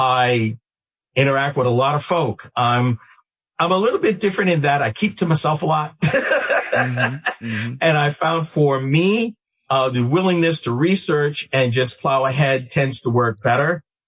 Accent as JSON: {"language": "English", "region": "New England", "country": "United States", "tie": "born or raised there", "said": "I grew up in New England. And contrary to what most people outside of New England are told, it's probably one of the most racist parts of the entire United States."}